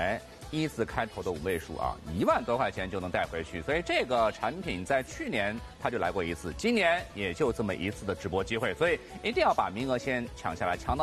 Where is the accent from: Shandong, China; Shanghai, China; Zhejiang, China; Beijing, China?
Shanghai, China